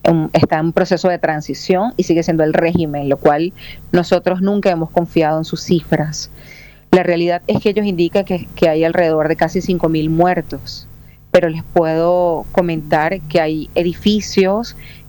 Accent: Caracas, Capital District, Venezuela; moved away as an adult; now in Paraguay; yo soy de Caracas. Caracas es la ciudad capital, digamos que es como Asunción en Paraguay.

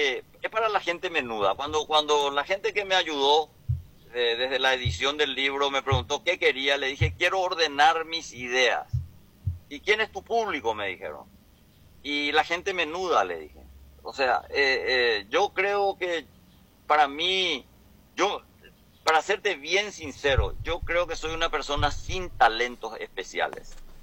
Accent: Asunción, Paraguay; No, yo soy asunceno. Yo nací en Asunción.

